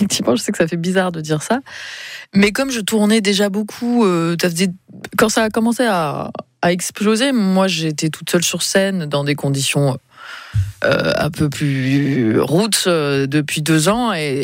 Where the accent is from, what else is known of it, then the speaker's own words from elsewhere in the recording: south of France, France; Attends, je suis du Sud.